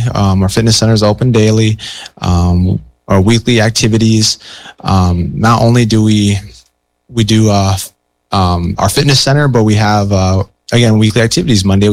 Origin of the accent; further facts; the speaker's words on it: Pine Ridge, South Dakota, United States; And again, here, I'm Ihonktawan from South Dakota and Oglala from Pine Ridge.